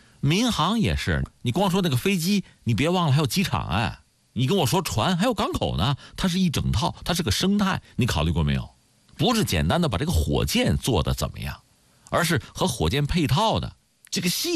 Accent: China

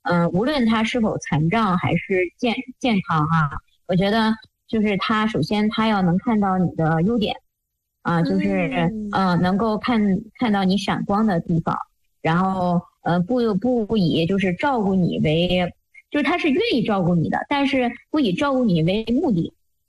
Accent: Dalian, Liaoning, China; 就是因为我是东北人嘛，我是那个辽宁大连，然后那个我老公他是河北人，他是在华北地区

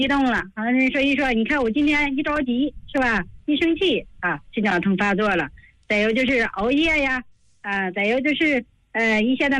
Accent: China

